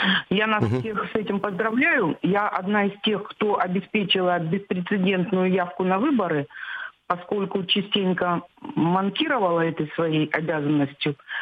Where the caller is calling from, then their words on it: Krasnodar, Krasnodar Krai, Russia; Я звоню из Краснодара.